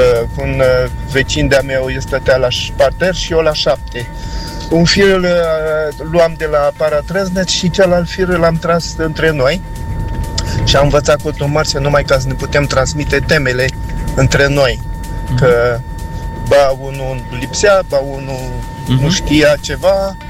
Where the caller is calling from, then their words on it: Onești, Bacău County, Romania; din Onești.